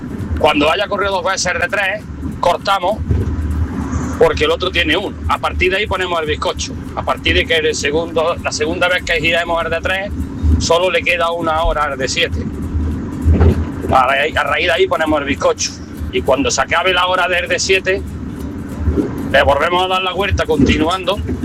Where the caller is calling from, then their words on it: Córdoba, Andalusia, Spain; Venga, buenas tardes … de Córdoba.